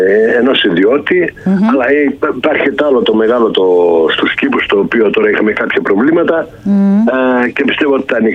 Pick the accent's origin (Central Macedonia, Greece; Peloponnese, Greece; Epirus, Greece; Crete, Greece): Epirus, Greece; Monodendri; Γιορτάζει το χωριό μου, το Σκανέλ.